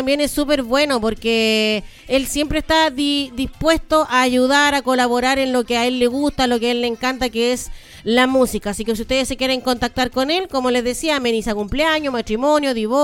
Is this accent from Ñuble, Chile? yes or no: no; Peumo, O'Higgins, Chile; yo también soy de Peumo